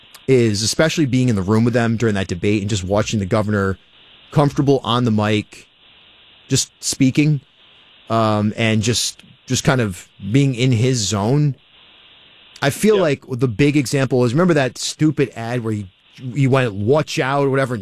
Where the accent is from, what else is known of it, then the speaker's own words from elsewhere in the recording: Cumberland, Rhode Island, United States; I'm from Cumberland. I was a mayor there.